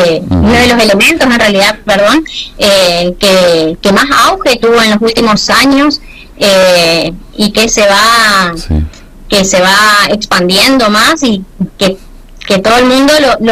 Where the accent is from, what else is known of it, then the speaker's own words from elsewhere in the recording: Jardín América, Misiones, Argentina; la ciudad de Jardín América, de donde soy oriunda. Y bueno, hace 2 años más o menos estoy desarrollando las actividades también en mi ciudad.